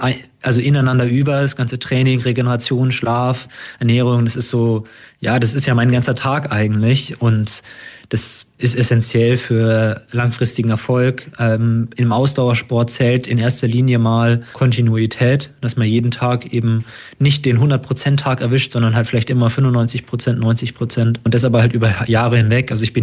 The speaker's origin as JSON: {"language": "German", "town": "Kolmberg", "region": "Bavaria", "country": "Germany", "said": "Es ist ein ganz kleiner Verein in meiner Heimat. Also ich komme aus Kolmberg und der Verein daneben, der TVL Leutershausen, der hat mich 2011 aufgenommen"}